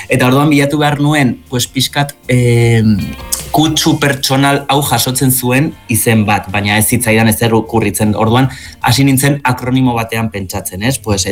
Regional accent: Zubiri, Navarre, Spain; Bai, bueno, ni Zubirikoa naiz

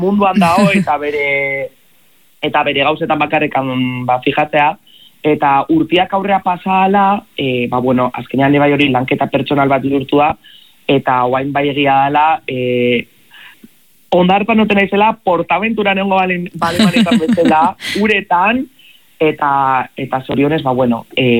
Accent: Zarautz, Basque Country, Spain; Ni Zarauztarra naiz, eta noski Zarautzeko ondartza asko ezagutzek

